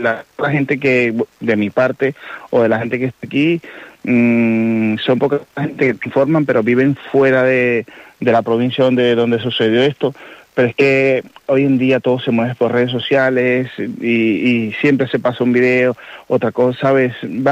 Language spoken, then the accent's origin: Spanish; Venezuela; Sí, bueno, somos la comunidad de Venezuela que estamos presidiendo un montón.